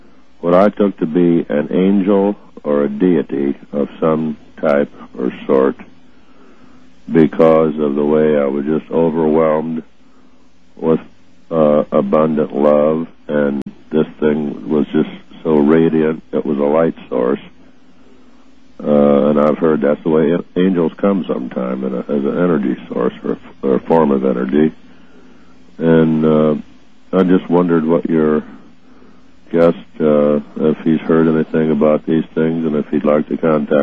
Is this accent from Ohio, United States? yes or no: yes; Ohio, United States; I'm from Ohio.